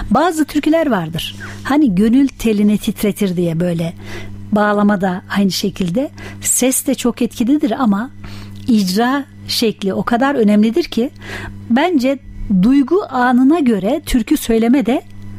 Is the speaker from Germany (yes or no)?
no; Antalya, Turkey; Ben de zeybek yöresinden olan birisi olarak ben de Antalyalıyım.